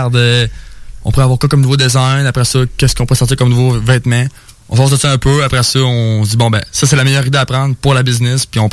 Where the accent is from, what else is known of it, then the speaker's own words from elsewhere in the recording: Bellechasse, Quebec, Canada; Puis moi, ben, en fait, je viens de Bellechasse, je suis un gars du coin